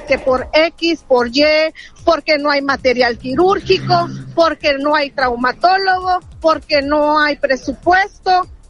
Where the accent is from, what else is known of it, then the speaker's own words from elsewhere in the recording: Coatzacoalcos, Veracruz, Mexico; Vengo de la ciudad de Coatzacoalcos, Veracruz. Llegamos el día de hoy a las 11 de la mañana, ya que así se nos pidió.